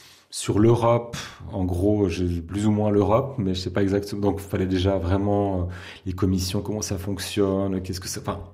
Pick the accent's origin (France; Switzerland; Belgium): Switzerland; on est Suisse, et on ne pèse rien, en fait.